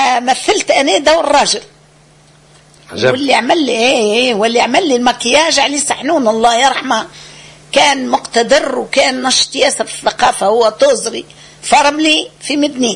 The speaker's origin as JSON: {"language": "Arabic", "region": "Medenine", "country": "Tunisia", "said": "احنا كنا من الوادي التالي والمحله من الوادي القدام."}